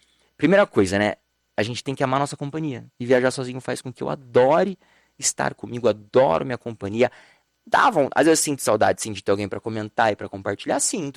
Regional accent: Brazil; De onde você é? Aí, Brasil, Brasil!

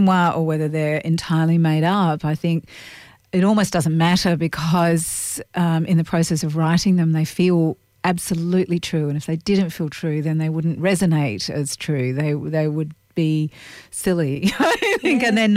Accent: Western Australia, Australia

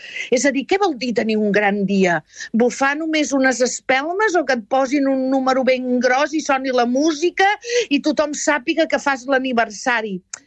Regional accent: Catalonia, Spain; Jo sóc del Vallès, visc a Martorelles

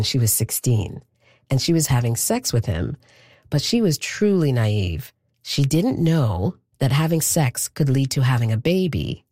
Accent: Canada; also born or lived in Ghana; This is my exact experience. I was born in Ghana and raised in Canada. My family lived deeply within our community, the food, the language, celebrations, all of it.

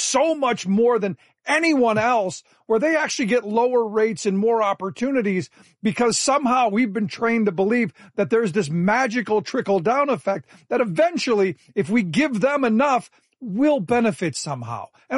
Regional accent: Cleveland, Ohio, United States; born or raised there

